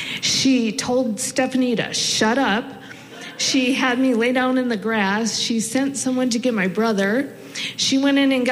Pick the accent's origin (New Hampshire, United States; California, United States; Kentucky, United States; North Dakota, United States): North Dakota, United States; Mandan; growing up in Mandan, North Dakota. So yeah, the nights went on forever. I was number 5 out of 6 children